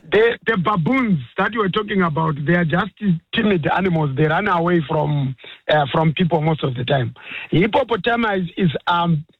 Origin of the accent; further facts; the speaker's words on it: Zimbabwe; from Zimbabwe.